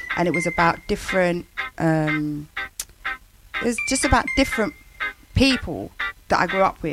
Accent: London, United Kingdom; I was from East London originally

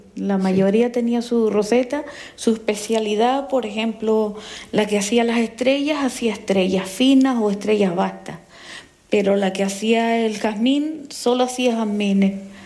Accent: Vilaflor, Canary Islands, Spain; Pues yo nací en La Escalona, es un barrio de Vilaflor. Entonces allí pues es pequeñito.

